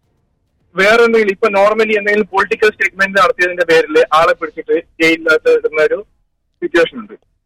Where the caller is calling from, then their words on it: Kozhikode, Kerala, India; എന്റെ നാട് കോഴിക്കോടാണ്.